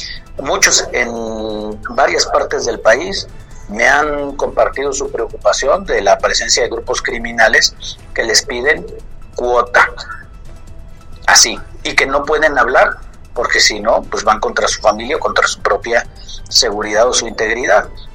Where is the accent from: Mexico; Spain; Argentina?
Mexico; somos todos los mexicanos